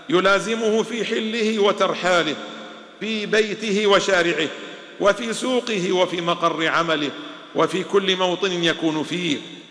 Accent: Bahrain; بلادنا البحرين

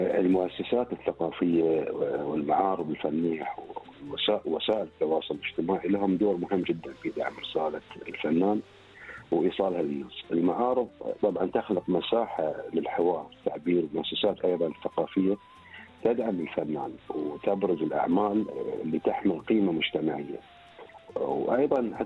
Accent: Bahrain

